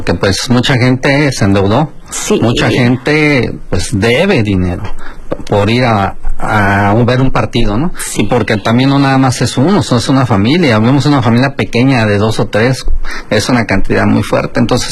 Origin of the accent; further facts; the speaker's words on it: Mexico; en México estamos bien.